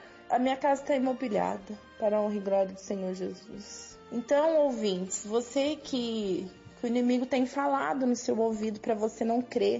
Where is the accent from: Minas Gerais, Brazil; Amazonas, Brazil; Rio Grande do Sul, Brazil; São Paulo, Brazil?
São Paulo, Brazil; São João da Boa Vista; Sou daqui de São João da Boa Vista.